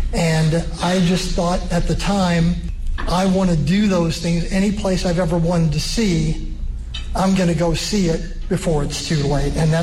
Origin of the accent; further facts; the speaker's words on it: Huntingburg, Indiana, United States; now in Evansville, United States; when I was a kid growing up in Huntingburg